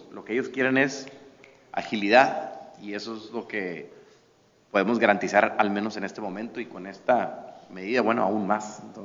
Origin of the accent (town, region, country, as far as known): Coahuila, Mexico